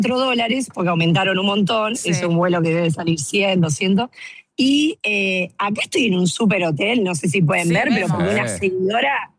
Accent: Viedma, Río Negro, Argentina; moved away as an adult; also born or lived in Córdoba Province; Allá en Viedma, en Río Negro, donde me crié, yo nací en la Baulalle, provincia de Córdoba.

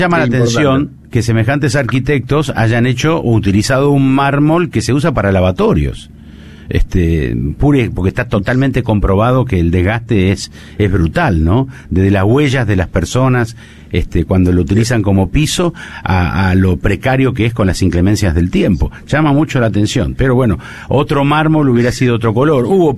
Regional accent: Santa Fe, Argentina; somos los santafesinos

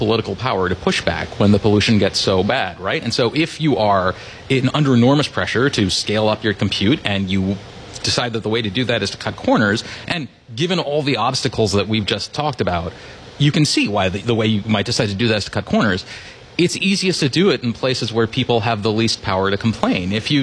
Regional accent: Rockville, Maryland, United States; I grew up in Rockville, Maryland, so this is like home for me, right?

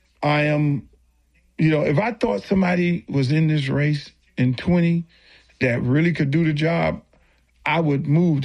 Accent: Liberty City, Florida, United States; now in Miramar, United States; As you know, my mom is from Overtown. I'm from Liberty City. I live in Miramar.

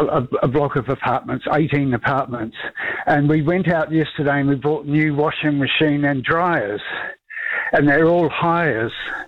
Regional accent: New Zealand; I've always loved them as a New Zealander

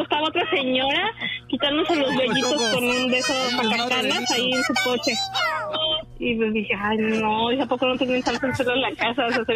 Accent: Mexico City, Mexico; born or raised there

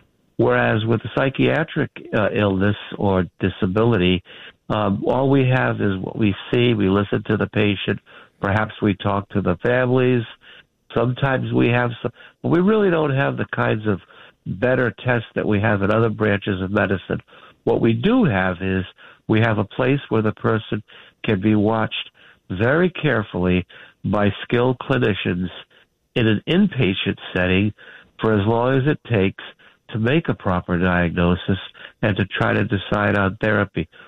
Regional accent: Massachusetts, United States; now in Maine, United States; people are following it in Maine and in Massachusetts, where I'm from originally.

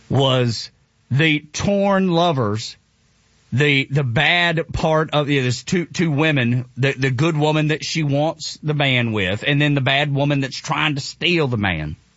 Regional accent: Dalton, Georgia, United States; And so the Trail of Tears started up near where I'm from. I'm from Dalton, Georgia.

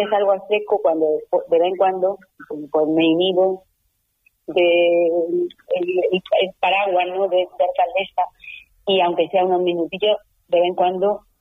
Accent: Linares, Andalusia, Spain; also born or lived in Granada / Madrid; mi infancia transcurrió aquí en Linares, y después cuando finalicé los estudios, en este caso de COU, pues una vez cuando probé selectividad, pues me fui a Granada a estudiar.

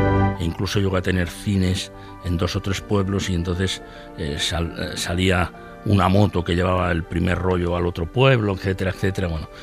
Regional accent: Aragon, Spain; aunque éramos provincia de Huesca, mi pueblo está a 50 kilómetros de Barcelona y a 110 de Huesca

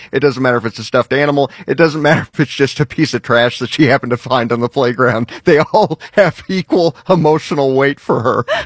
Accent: Indiana, United States; But growing up in Indiana, if a tornado hits your house, it's game over.

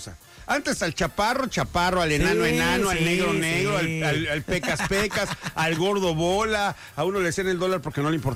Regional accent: Mexico City, Mexico; accent: chilango; Me sale más como chilango.

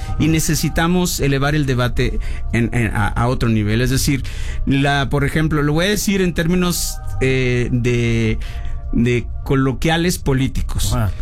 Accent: Colima, Mexico; now in Tlalpan, Mexico City, Mexico; yo soy de Colima.

